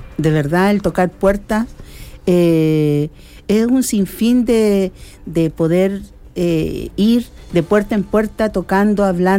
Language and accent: Spanish; Coihueco, Ñuble, Chile; como yo soy de Coihueco